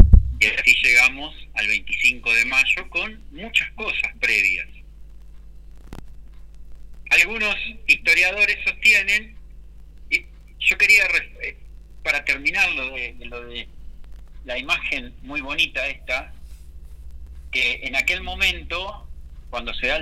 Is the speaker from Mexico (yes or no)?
no; Argentina